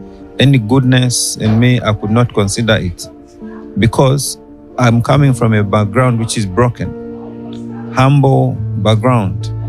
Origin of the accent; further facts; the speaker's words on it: United Kingdom; I come from the United Kingdom.